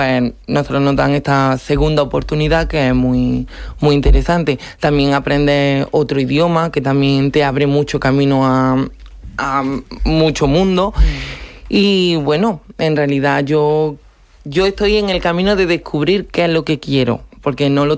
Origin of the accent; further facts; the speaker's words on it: Córdoba, Andalusia, Spain; 22 añitos. Soy de aquí de Córdoba